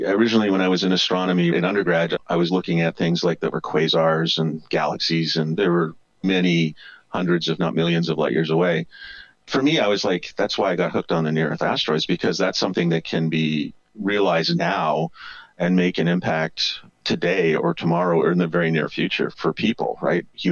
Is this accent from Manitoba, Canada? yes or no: yes; Wawanesa, Manitoba, Canada; I'm originally from Canada. I grew up in a very small town of 500 people, a small town about 120 miles due west of Winnipeg, Manitoba, a place called Wawanisa.